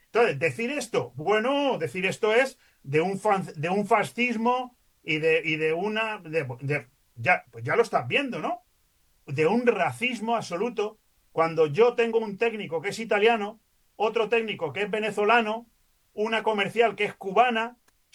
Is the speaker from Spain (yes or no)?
yes; Spain; now in Benidorm, Spain